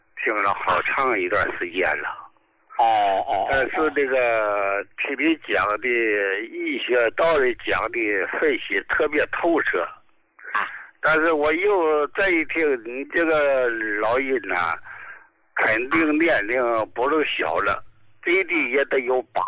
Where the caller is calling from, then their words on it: Dalian, Liaoning, China; 我是大连的哈，